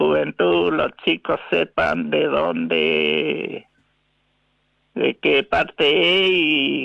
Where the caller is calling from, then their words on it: Mercedes, Corrientes, Argentina; Y yo soy de Mercedes Corrientes.